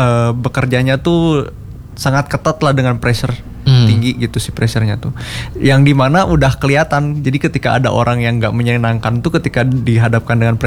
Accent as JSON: {"language": "Indonesian", "town": "Bandung", "region": "West Java", "country": "Indonesia", "said": "Saya dari Bandung"}